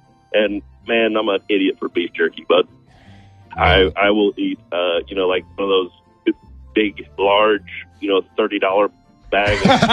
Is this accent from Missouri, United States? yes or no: yes; Missouri, United States; She and I are both born and raised in Missouri